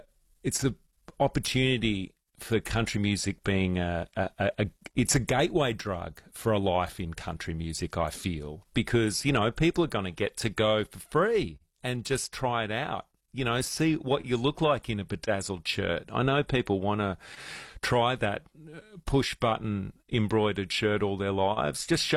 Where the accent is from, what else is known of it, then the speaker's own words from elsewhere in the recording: Melbourne, Victoria, Australia; I think that was a huge brainwashing force, at least where I grew up in Melbourne, to the ways of country.